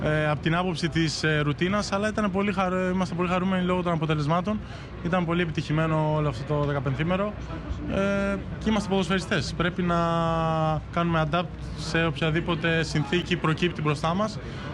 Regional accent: Volos, Thessaly, Greece; Επειδή είμαι από Βόλο, σας καλώ επισήμως να έρθετε.

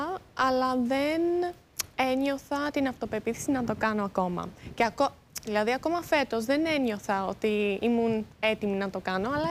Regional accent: Hong Kong; also born or lived in Sydney, Australia / Greece; Αλλά γεννήθηκα στο Σιδνί και μεγάλωσα στο Χονγκ Κονγκ. Εντάξει, ανάμεσα Χονγκ Κονγκ και Ελλάδα. Μερικά χρόνια στην Ελλάδα.

